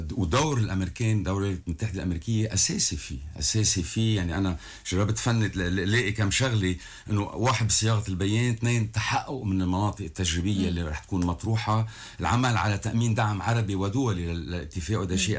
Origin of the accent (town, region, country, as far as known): Lebanon